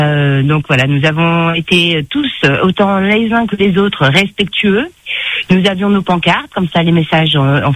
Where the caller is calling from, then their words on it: Réunion; je suis réunionnaise. Hein, mais ils ne sonnent pas comme ça, mais je suis réunionnaise.